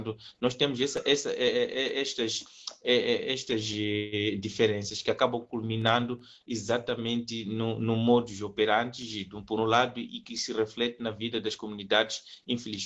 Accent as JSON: {"language": "Portuguese", "country": "Mozambique"}